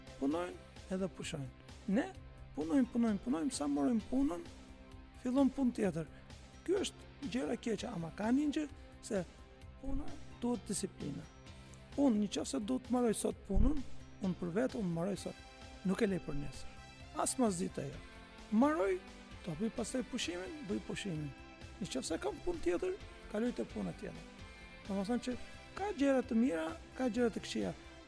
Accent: Istanbul, Turkey; Un jam nga Stambulli, edhe kemi njohim nga Turqia

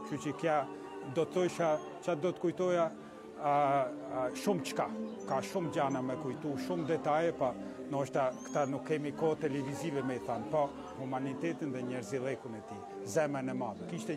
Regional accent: Shkodër, Shkodër County, Albania; accent: Shkodran dialect; also born or lived in Tirana; Njëherë në shpi ishte një ambasade vogël e Shkodrës, sepse ta në fliqim dialektin Shkodran, në zemër Tiranës.

